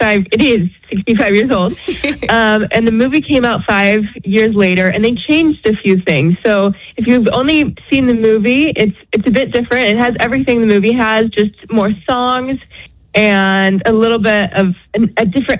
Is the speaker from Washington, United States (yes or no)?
yes; Spokane, Washington, United States; moved away as an adult; also born or lived in Oklahoma City; Oh, I'm actually from Spokane, Washington